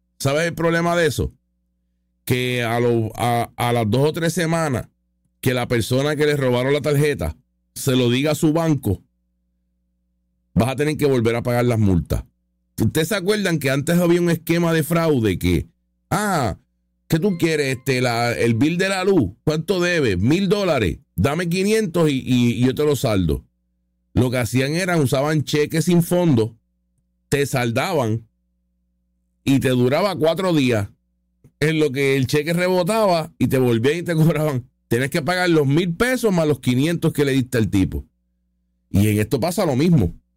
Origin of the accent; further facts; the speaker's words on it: Puerto Rico; una realidad que vivimos los puertorriqueños